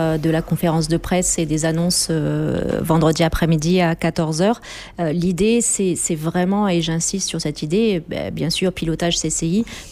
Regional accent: New Caledonia; Alors moi je suis calédonienne

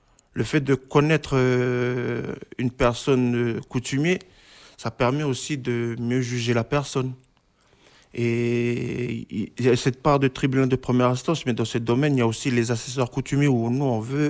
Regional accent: Lifou, Loyalty Islands Province, New Caledonia; moi je viens de l'IFOU

